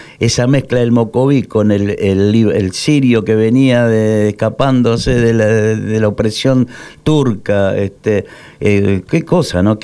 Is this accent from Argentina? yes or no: yes; Argentina; si hay algo que nos identifica es esta multiculturalidad que formó la Argentina